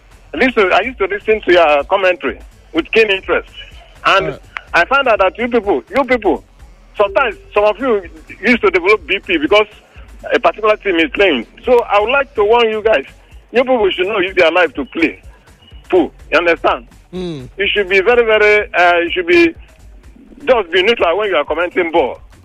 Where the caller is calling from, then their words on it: Ikorodu, Lagos, Nigeria; I'm calling from Ikorodu.